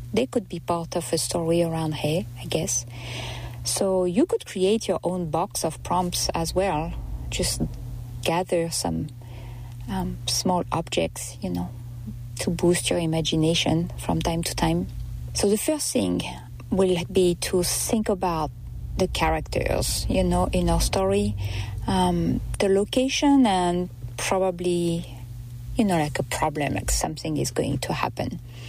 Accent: France; accent: French; now in North Carolina, United States; you can tell with my accent that I have a pretty big connection with France.

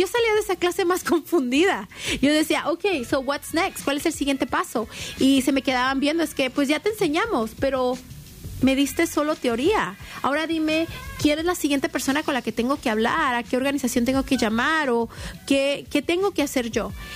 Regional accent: Mexico; yo soy mexicana

